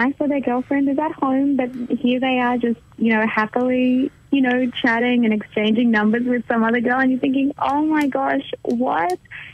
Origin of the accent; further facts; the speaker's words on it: Sydney, New South Wales, Australia; moved away; I'm from Sydney. I'm from, like, a big city.